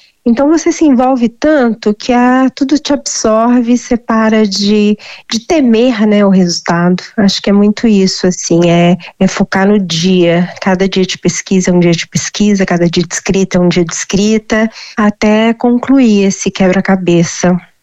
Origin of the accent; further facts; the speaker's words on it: Minas Gerais, Brazil; eu sou mineira, né, eu não tenho relação nenhuma com o Rio Grande do Sul